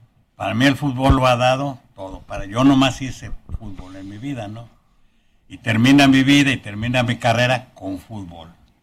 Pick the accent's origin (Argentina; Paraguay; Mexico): Mexico; Guadalajara, Jalisco; moved away as an adult; now in Monterrey, Mexico; yo nací en Guadalajara, me crié en Guadalajara, pero Monterrey me formó.